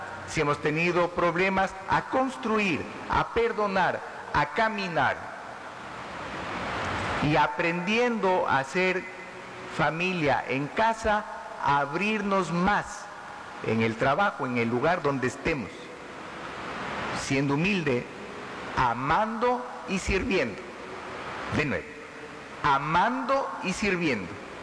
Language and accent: Spanish; Ecuador; Ese 80% de los ecuatorianos estamos viviendo la palabra